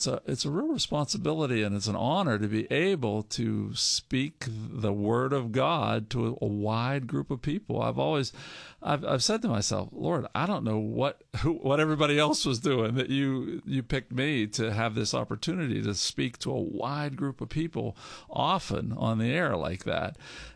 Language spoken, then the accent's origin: English; West Mifflin, Pennsylvania, United States; I grew up in West Mifflin